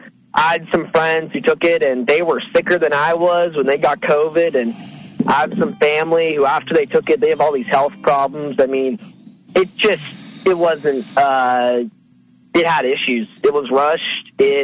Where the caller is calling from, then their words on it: California, United States; from California.